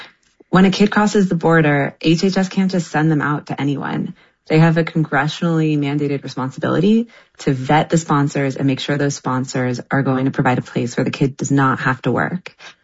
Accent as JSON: {"language": "English", "region": "California", "country": "United States", "said": "and I'm from California. My family is all out there"}